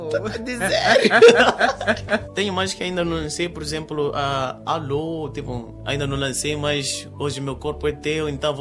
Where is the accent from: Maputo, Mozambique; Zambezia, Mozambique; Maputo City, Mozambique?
Zambezia, Mozambique; Mocuba; now in Tete, Mozambique; Eu sou da Zambésia, do distrito de Mocuba.